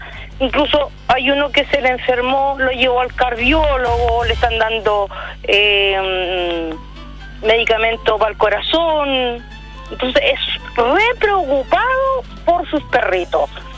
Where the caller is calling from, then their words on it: Hualpén, Biobío, Chile; De Hualpén.